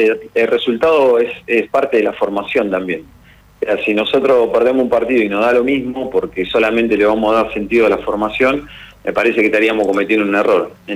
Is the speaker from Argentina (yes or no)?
yes; Balcarce, Buenos Aires Province, Argentina; moved away; also born or lived in Mar del Plata; Sí, yo soy un producto del fútbol de Mar del Plata. Vengo de Balcarce